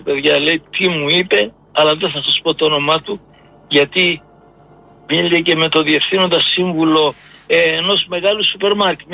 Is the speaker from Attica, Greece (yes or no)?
yes; Nikaia, Attica, Greece; now in Ilion, Greece; πέρασα τα 80 όπως σου λέω, μεγάλωσα στα Μανιάτικα της Κοκκινιάς